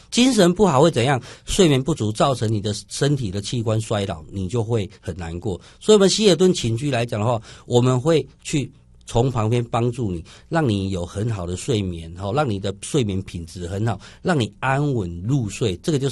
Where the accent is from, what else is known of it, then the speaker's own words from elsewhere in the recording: Taiwan; 可是现在我们台湾人虽然去到那么冷的地方